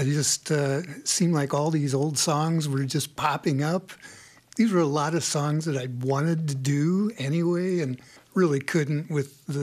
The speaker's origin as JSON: {"language": "English", "town": "Berne", "region": "Indiana", "country": "United States", "tie": "born or raised there", "said": "I met a friend of mine when I grew up in Bern, Indiana"}